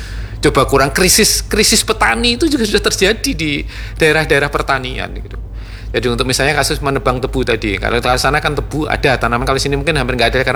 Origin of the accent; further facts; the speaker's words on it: Madiun, East Java, Indonesia; dulu di sekitar kampung saya itu yang menebang tebu itu selain masyarakat sekitar situ itu ada juga yang dari kabupaten lain. Saya kan di Madiun ya, Ngawi datang ke situ.